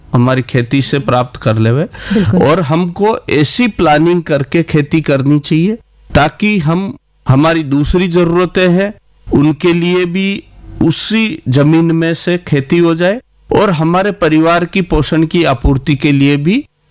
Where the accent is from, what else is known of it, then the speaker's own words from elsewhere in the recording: Rajasthan, India; हम जिस एरिया से आते हैं या हमारा जो वागड़ है हमारे यहाँ पे हर किसान की एवरेज अगर हम खेत देखेंगे तो मुश्किल से 4 बीघा 5 बीघा 6 बीघा मतलब हमारे पास ज्यादा जमीन नहीं है